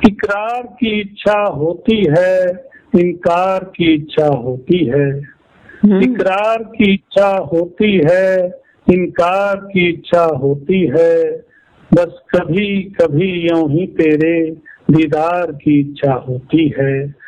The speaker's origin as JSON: {"language": "Hindi", "town": "Adhomajra", "region": "Haryana", "country": "India", "tie": "born or raised there", "lives_now": "Ambala, India", "said": "मेरा गांव अधोमाजरा है परंतु अब मैं अंबाला शहर में रहता हूँ।"}